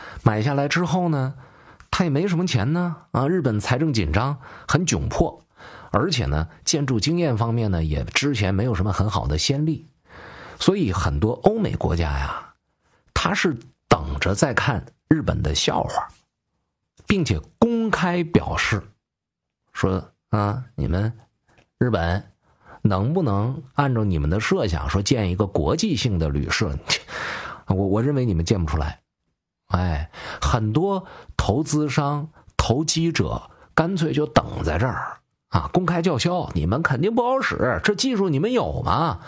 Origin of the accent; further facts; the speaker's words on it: Changchun, Jilin, China; 特别是我的家乡吉林长春